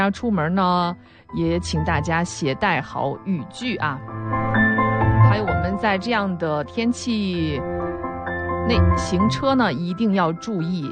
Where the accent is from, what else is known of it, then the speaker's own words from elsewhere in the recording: Yan'an, Shaanxi, China; 值得我们所有延安人关注的好消息